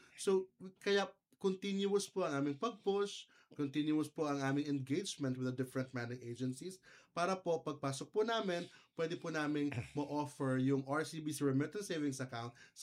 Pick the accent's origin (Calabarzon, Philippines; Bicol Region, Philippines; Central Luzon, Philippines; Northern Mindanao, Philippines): Northern Mindanao, Philippines; Panaon; Originally from Panaon, Misamis Occidental.